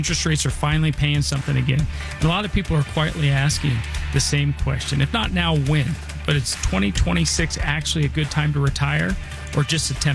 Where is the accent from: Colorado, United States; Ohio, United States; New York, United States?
Colorado, United States; Denver; I was born and raised here in Denver. And I went to Cherry Creek High School. I grew up, I went to Holly Hills Elementary School, grew up close to, you know, Hamden and I-25.